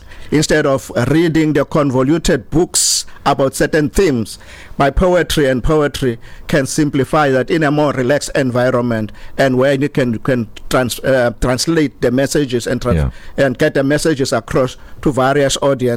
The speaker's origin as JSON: {"language": "English", "town": "George", "region": "Western Cape", "country": "South Africa", "tie": "born or raised there", "said": "because I grew up in an environment of Xhosa, Afrikaans, and English. How I grew up in George and Rosemore, a township called Rosemore, where I grew alongside with Afrikaans-speaking people, like colored-speaking people, and I'm Sotho by origin."}